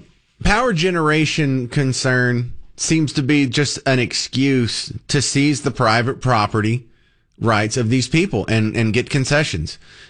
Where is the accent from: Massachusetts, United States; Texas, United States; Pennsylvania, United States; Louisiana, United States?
Texas, United States; First off, that's not East Texas values. I'm from East Texas. That's not my values. I'm from East Texas.